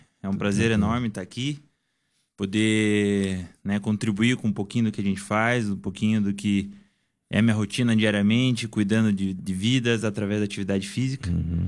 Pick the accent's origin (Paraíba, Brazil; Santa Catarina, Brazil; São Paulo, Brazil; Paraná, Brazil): Paraná, Brazil; Telêmaco Borba; sou natural aqui de Telemaco Borba. … né, diretor ali do Colégio Positivo, filho da Cíntia … que foi prefeito aqui em Telemaco Borba.